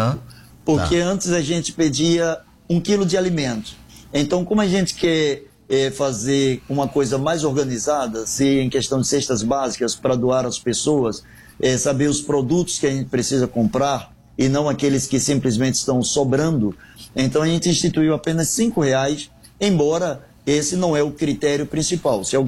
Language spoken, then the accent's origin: Portuguese; Aracaju, Sergipe, Brazil; born there; now in Rio de Janeiro, Brazil; eu sou carioca no sentido de fui tão bem recebido por esse povo que eu me considero daqui. De nascença eu sou sergipano, eu sou de Aracaju, mas já moro aqui no Rio de Janeiro há 30, 35 anos.